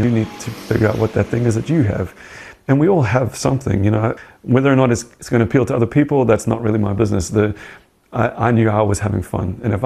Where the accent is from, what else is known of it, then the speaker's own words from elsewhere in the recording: South Africa; We are amazing sort of patchwork quilt of storytellers and of people, and we are uniquely South African in very different